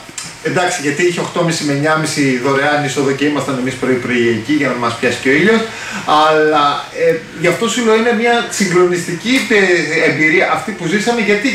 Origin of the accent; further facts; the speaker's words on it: Greece; επειδή είμαστε Έλληνες.